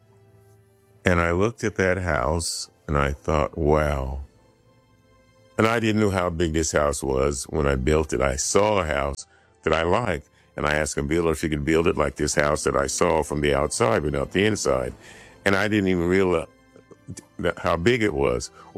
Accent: Centerville, Iowa, United States; moved away; when I was a kid growing up in Centerville, Iowa

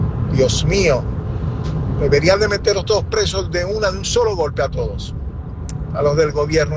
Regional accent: Venezuela; Soy venezolano y lo más triste es que este gobierno acabó con todo.

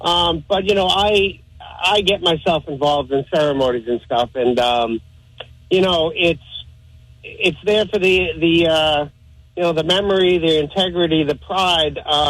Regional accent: Abington, United States; And, I do believe Abington, my hometown Abington, the cable station is playing it all weekend.

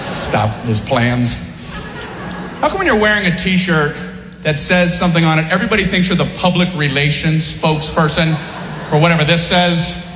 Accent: Miami, Florida, United States; So, I grew up in Miami, Florida.

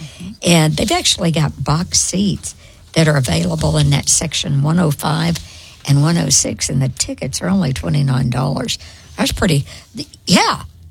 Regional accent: the South, United States; And I'm from the South

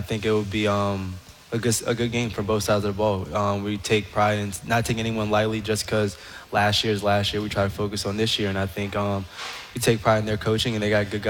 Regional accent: Alexandria, Virginia, United States; moved away; I am from Northern Virginia, Alexandria.

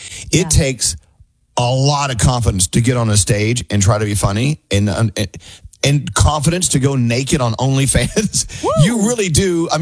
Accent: Texas, United States; You're from Oklahoma. I'm from Texas. We live in the land of denial down there, and it's safer that way.

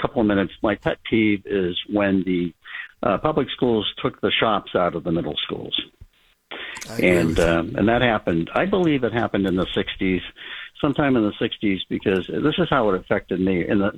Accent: Lynn, Massachusetts, United States; born there; now in Wakefield, United States; When I was in the seventh grade, I went to public school in Lynn

